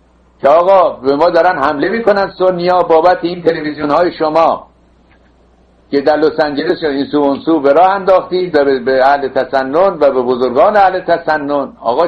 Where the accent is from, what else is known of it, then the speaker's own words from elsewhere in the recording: Iran; now in Los Angeles, United States; 24 ساعت ذهن ما در وطنمان هست، وطن اصلی ما.